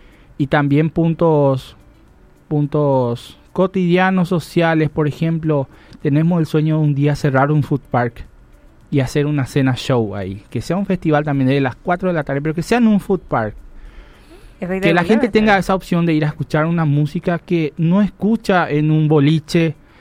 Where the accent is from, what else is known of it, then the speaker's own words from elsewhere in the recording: Paraguay; Somos paraguayos.